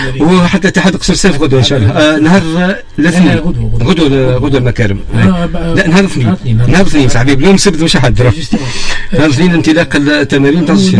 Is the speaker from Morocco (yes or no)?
no; Tunisia; في الاخر احنا كنا ولاد تونس